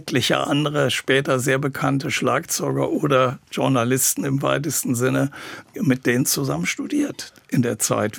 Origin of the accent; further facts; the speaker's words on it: Aachen, North Rhine-Westphalia, Germany; Und das habe ich dann erstmal in meiner Heimatstadt gemacht und dann später in Köln, also bin nach Köln gewechselt